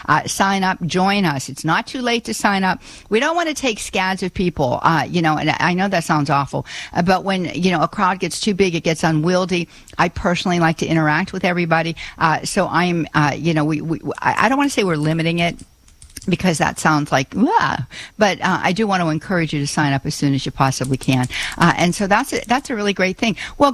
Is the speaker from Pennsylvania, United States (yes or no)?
yes; Pittsburgh, Pennsylvania, United States; accent: Pittsburgh; I cannot completely ditch my Pittsburgh accent. I never want to completely ditch my rootedness in the Steel City.